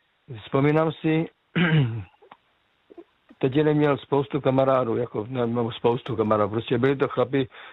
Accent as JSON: {"language": "Czech", "town": "Kyjov", "region": "South Moravian Region", "country": "Czechia", "tie": "born there", "moved": "yes", "lives_now": "Kopřivnice, Czech Republic", "said": "Já pocházím z Moravskoslovácka, to jsem už několikrát říkal. Městečka Žaravice se to jmenuje, mezi Kyjovem a Vzencem. Kyjově jsem se narodil"}